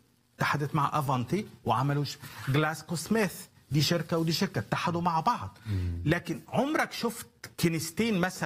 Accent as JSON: {"language": "Arabic", "country": "Egypt", "said": "انا احس بيها كمصري."}